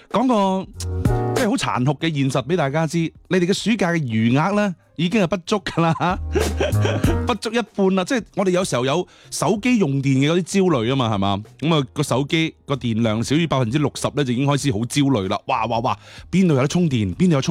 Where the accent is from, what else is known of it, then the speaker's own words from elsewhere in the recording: Guangdong, China; 我哋广东人众所周知冇秋天噶嘛，系嘛？只有夏天同埋冬天，我哋一般系一夜入冬啊嘛。